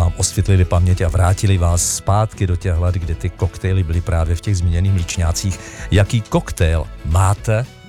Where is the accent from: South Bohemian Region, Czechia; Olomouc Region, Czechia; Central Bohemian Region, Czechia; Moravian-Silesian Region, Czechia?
Olomouc Region, Czechia; Olomouc; Stejně tak já vzpomínám na Olomouc, na mé rodné město, když jsme chodili na základní školu